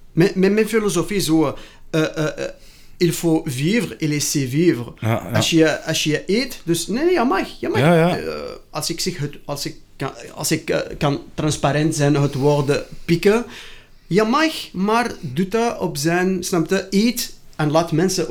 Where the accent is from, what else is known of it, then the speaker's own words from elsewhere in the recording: Morocco; Dutch is a second language; Ja, hoe moet ik zeggen, Marokko? Ik vind dat heel, especially de stad van waar ik kom, ik vind dat echt een mooie stad.